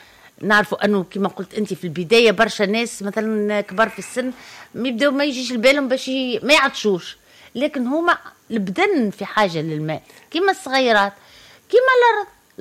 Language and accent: Arabic; Tunisia; كاين عندنا في تونس